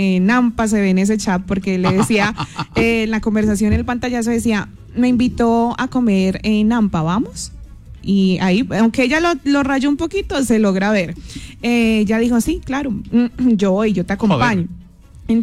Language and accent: Spanish; Colombia; lo que somos nosotros los colombianos